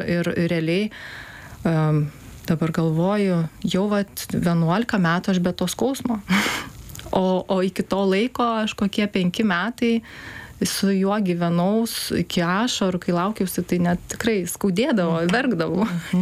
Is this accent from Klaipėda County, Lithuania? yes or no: no; Panevėžys, Panevėžys County, Lithuania; Taip, aš iš Panevėžio.